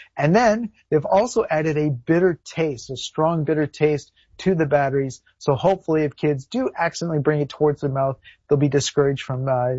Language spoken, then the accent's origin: English; Canada; I'm a Canadian boy, so I bought it here in Canada